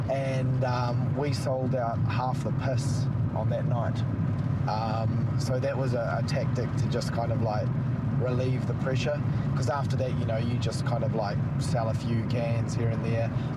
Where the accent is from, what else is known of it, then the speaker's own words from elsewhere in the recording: Cambridge, Waikato, New Zealand; born there; All of us Cambridge High people from the 2002, 2004 kind of generation